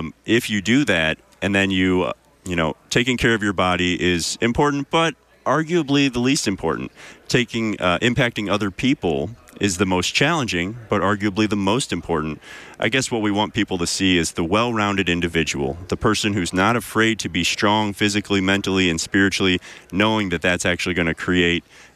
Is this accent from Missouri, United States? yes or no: yes; St. Louis, Missouri, United States; So my father and I grew up in St. Louis, Missouri.